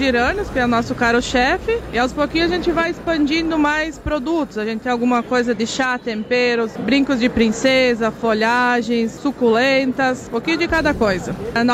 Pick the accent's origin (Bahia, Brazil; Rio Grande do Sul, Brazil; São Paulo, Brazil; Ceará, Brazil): Rio Grande do Sul, Brazil; Travesseiro; Nós somos de Travesseiro